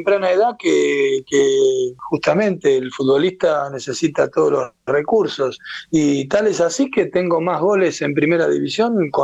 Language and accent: Spanish; Argentina